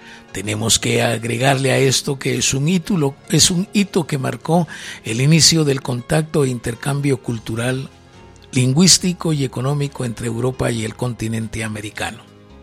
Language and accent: Spanish; Guatemala; todos Como guatemaltecos